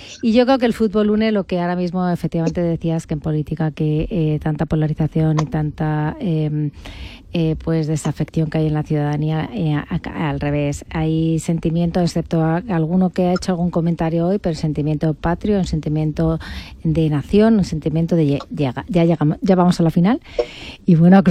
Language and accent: Spanish; Madrid, Community of Madrid, Spain; yo soy de Madrid y yo, claro, tiro para la selección